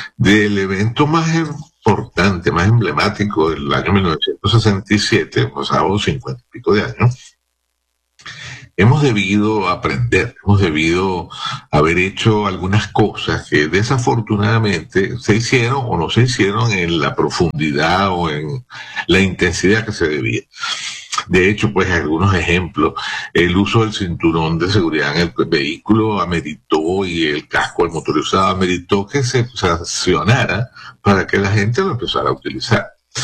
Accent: Venezuela; La realidad es que estamos muy compungidos, pues, como venezolanos ante este evento que no se puede predecir

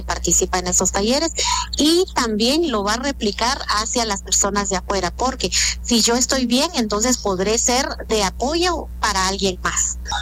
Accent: Huehuetenango, Guatemala; especialmente de donde soy originaria, del área norte de Huehuetenango.

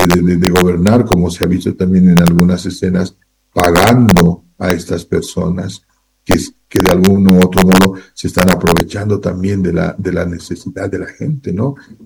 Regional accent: Bolivia; qué estamos haciendo como bolivianos desde la responsabilidad que tenemos

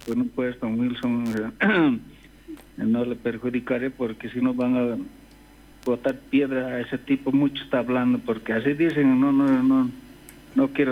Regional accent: Independencia, Cochabamba, Bolivia; born there; moved away; saludar a mi pueblo, provincia de Puebla, municipio de Independencia, que es Distrito 8

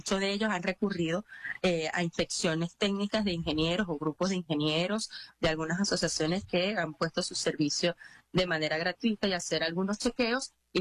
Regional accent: Venezuela; Y creo que aún como venezolano, y ante lo que es el reto de mantenerse informado acá

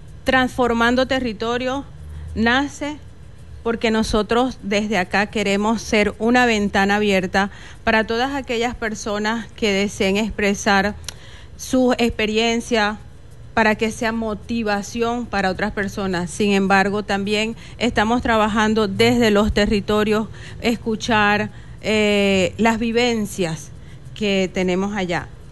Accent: Zulia, Venezuela; Esta comunidad muy especial para mí, pues nací allí, crecí allí, mi pueblo indígena Yupa, una de las comunidades más grandes de la Sierra de Perijá.

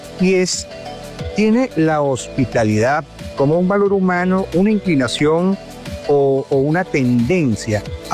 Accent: Venezuela; siendo venezolanos y estando en Venezuela

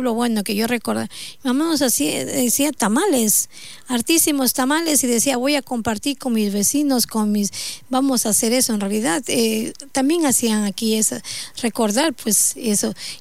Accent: Loja, Ecuador; Nosotros no somos socios, somos lojanos

